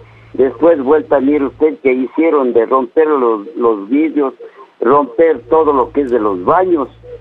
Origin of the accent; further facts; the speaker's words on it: Sevilla de Oro, Azuay, Ecuador; born there; moved away; Yo cuando llegué aquí, yo regresé a mi tierra, donde que yo nací, como a los 30 años.